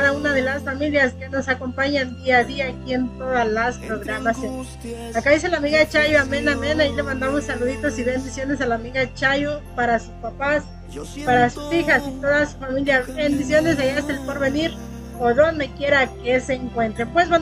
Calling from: Villa de Cos, Zacatecas, Mexico; ya estoy aquí desde Villa de Cosa, Zacatecas. … hasta donde llegue la señal de radio, recuerdos de mi tierra.

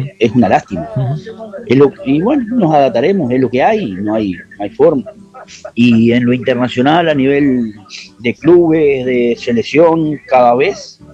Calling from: Uruguay; de Piedrasuel.

